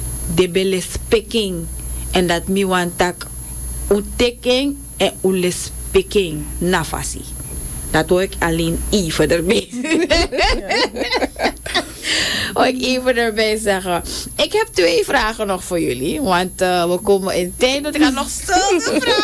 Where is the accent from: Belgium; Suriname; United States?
Suriname; Albina, Marowijne; Ik ben van Marowijne, want ik ben van Albina.